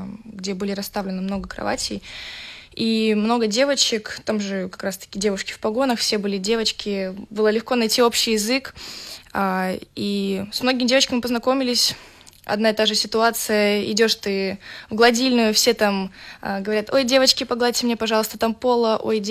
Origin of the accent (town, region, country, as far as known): Chukotka Autonomous Okrug, Russia